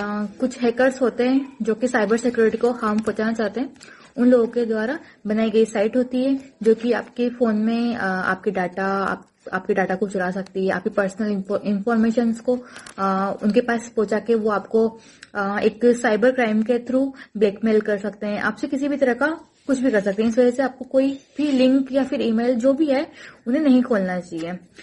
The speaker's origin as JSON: {"language": "Hindi", "town": "Bhanwargarh", "region": "Rajasthan", "country": "India", "said": "मैं भवरगढ़ बारा राजस्थान से हूँ।"}